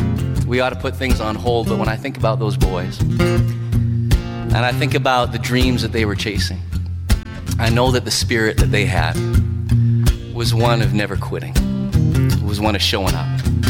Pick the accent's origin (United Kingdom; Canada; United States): Canada; Calgary, Alberta; I come from Calgary, Alberta, home of the Calgary Stampede.